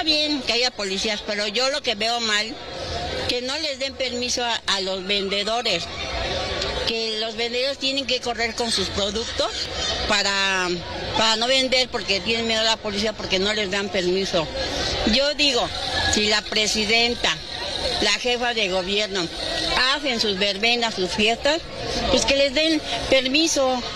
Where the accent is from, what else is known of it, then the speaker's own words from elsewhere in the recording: Mexico; Pues mire, como mexicana se siente una emoción tan grande que la gente estemos disfrutando esto